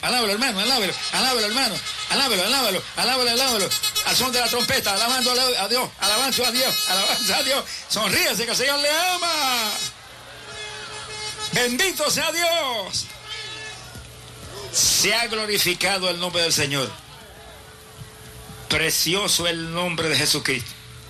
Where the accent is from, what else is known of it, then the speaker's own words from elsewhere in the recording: Camuy, Puerto Rico; en mi pueblo de Camuy, allá en Puerto Rico.